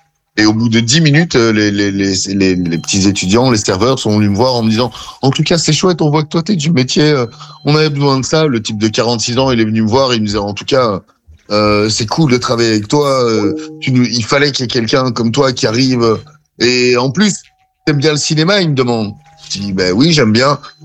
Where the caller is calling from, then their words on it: Wavre, Wallonia, Belgium; J'habite à Wavre, donc en Belgique